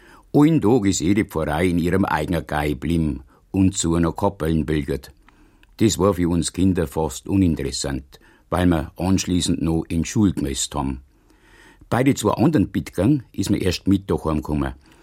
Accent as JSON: {"language": "German", "town": "Niedermurach", "region": "Bavaria", "country": "Germany", "tie": "born or raised there", "said": "Wenn wir Niedermuracher auf Bertshof gegangen sind, sind Bertshofer auf Diederskirchen gegangen"}